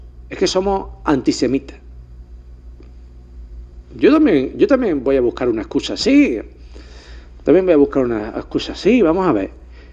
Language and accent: Spanish; Málaga, Andalusia, Spain